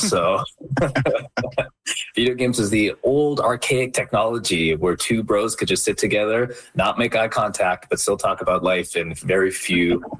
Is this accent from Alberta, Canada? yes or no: yes; Calgary, Alberta, Canada; because I moved away from Calgary to do a cognitive science degree at U of T and to pursue my acting profession.